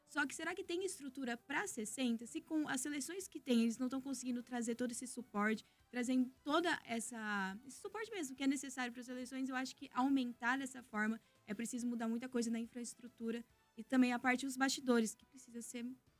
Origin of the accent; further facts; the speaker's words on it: Londrina, Paraná, Brazil; also born or lived in Jataizinho; eu sou londrinense, né? Eu nasci em Jataizinho, mas vim pra Londrina